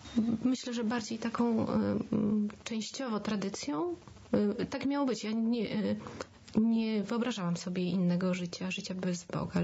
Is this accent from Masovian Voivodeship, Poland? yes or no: yes; Warsaw, Masovian Voivodeship, Poland; W Warszawie, w mieście. W normalnej rodzinie, w pełnej rodzinie, w wielodzietnej rodzinie. Jest nas czworo w domu.